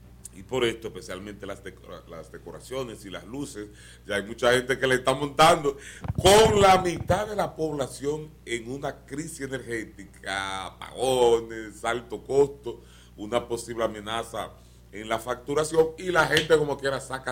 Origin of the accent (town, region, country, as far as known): Dominican Republic